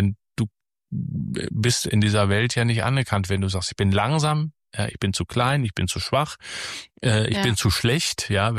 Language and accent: German; Nettetal, North Rhine-Westphalia, Germany; moved away as an adult; now in Kevelaer, Germany; ich komme aus Nettetal, das ist gar nicht so weit von hier weg, das sind so 35 Kilometer.